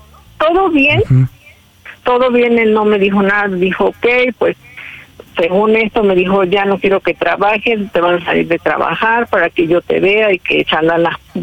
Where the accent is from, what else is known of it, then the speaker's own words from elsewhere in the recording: Pachuca, Hidalgo, Mexico; Tengo 30 años y soy de Pachuca, Hidalgo.